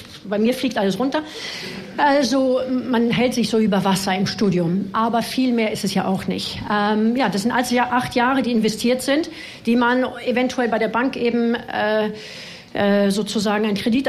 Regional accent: France; moved away; ich bin Französin

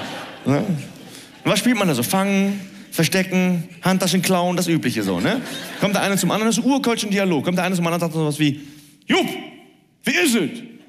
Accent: Cologne, North Rhine-Westphalia, Germany; Ich bin in Köln-Nippes aufgewachsen.

